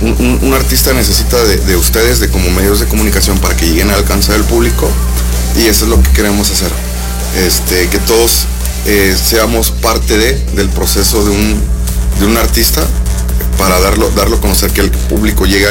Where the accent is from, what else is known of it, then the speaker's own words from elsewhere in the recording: Huasteca, Mexico; como somos de la Huasteca nosotros dos